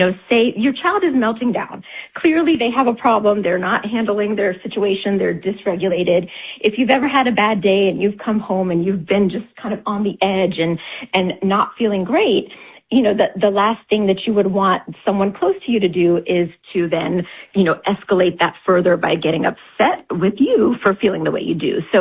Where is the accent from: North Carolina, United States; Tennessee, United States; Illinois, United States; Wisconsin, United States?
Tennessee, United States; You know, I remember growing up in Tennessee in my elementary school. At school, you could get spanked as a punishment.